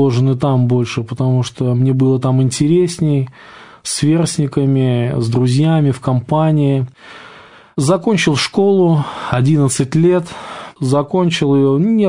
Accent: Smolensk, Smolensk Oblast, Russia; я сам родом со Смоленска. Улица такая Автозаводская, меня там многие знают.

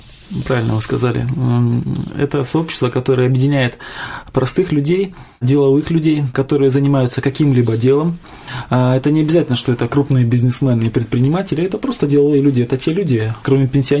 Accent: Petropavlovsk-Kamchatsky, Kamchatka Krai, Russia; moved away as an adult; also born or lived in Khabarovsk; Я приехал с Дальнего Востока, родился в городе Хабаровск, и будучи в юном возрасте, около 5 лет, меня родители перевезли в город Петропавловск-Камчатский, где я практически и прожил все это время до недавнего времени. Я родился в простой семье рабочих

